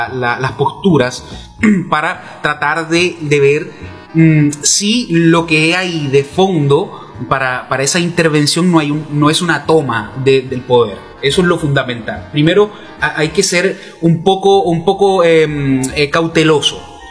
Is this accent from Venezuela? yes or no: yes; Venezuela; moved away as an adult; also born or lived in Zulia, Venezuela (studied at university)